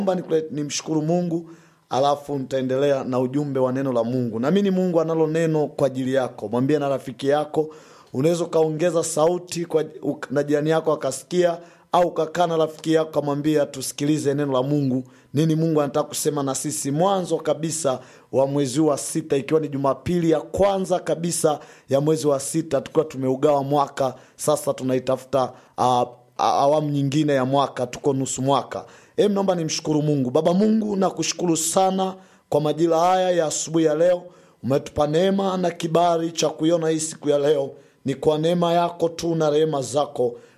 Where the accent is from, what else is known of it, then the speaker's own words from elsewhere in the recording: Tanzania; na wewe Mtanzania mwenzangu